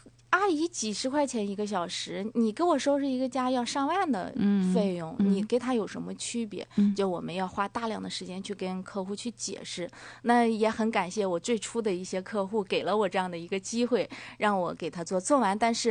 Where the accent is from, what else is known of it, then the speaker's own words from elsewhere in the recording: China; 我们中国人